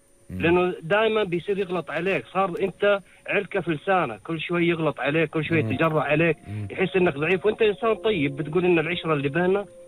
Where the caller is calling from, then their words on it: Jubail, Eastern Province, Saudi Arabia; من الجبيل، من السعودية.